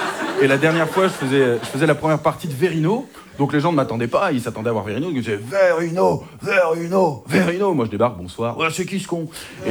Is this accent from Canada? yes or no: no; Hauts-de-France, France; moi je suis du Nord-Pas-de-Calais, on fait pas ça chez vous, je ne sais pas.